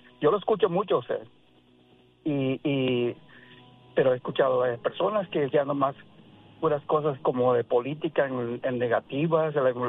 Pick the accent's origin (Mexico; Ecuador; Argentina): Mexico; Guerrero; usted es de Guerrero, yo soy de Guerrero también.